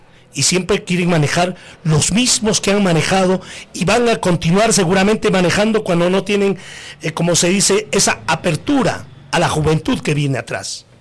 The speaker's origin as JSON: {"language": "Spanish", "town": "Coracora", "region": "Ayacucho", "country": "Peru", "said": "como coracoreño, como parinacochano"}